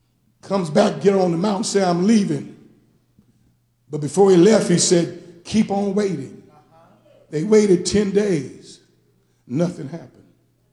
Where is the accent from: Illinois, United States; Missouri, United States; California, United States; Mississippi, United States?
Missouri, United States; Kansas City; He's from Oakland. I'm from Kansas City.